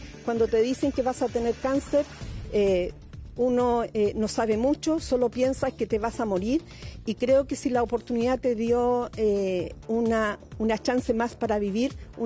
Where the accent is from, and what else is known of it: Chile